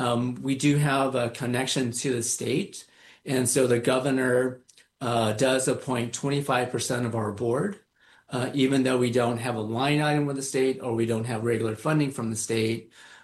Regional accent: United States; I am Japanese American. I'm third generation. So my parents were also born in the United States.

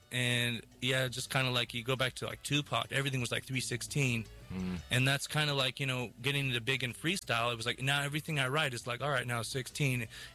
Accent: Somis, California, United States; Yeah, just from 805. Mm-hmm. Grew up in Somas, and now I'm just in Ventura County.

